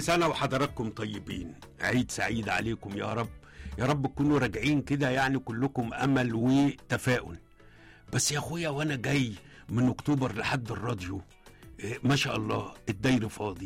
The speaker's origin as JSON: {"language": "Arabic", "country": "Egypt", "said": "احنا كمصريين"}